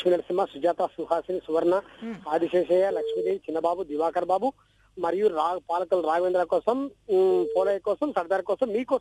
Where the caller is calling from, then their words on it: Noonepalli, Andhra Pradesh, India; మాది నంద్యాల జిల్లా నూనెపల్లి మేడం.